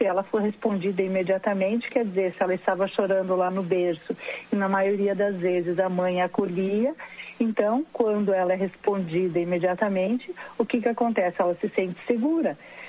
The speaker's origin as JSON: {"language": "Portuguese", "town": "Alegria", "region": "Rio Grande do Sul", "country": "Brazil", "tie": "born there", "moved": "yes", "said": "Eu sou de Alegria"}